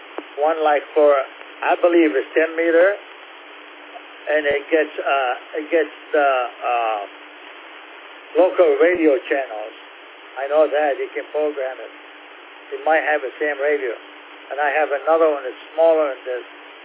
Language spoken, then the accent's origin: English; Rochester, United States; I'm not from down there. I'm from Rochester.